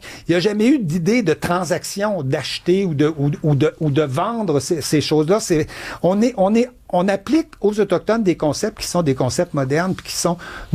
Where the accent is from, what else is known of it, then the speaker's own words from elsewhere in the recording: Quebec, Canada; Oui, mais on nous plaque l'histoire des Américains, on est des Québécois.